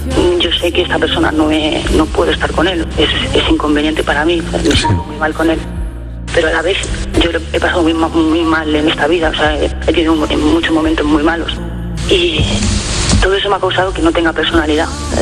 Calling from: Terrassa, Catalonia, Spain; yo vivo en Tarrasa y él vive en Gerona.

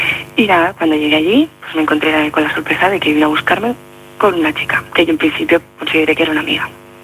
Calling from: Barcelona, Catalonia, Spain; Yo soy pues aquí de Barcelona.

